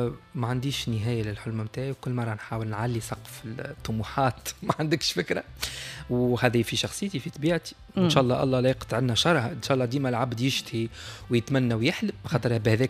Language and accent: Arabic; Tunisia; احنا مثلا عندنا في تونس